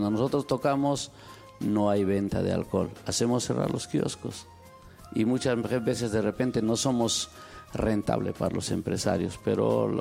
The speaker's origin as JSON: {"language": "Spanish", "country": "Peru", "said": "a todo mi Perú adorado, que yo soy más peruano que la papa, así que de peruano de todo corazón acá."}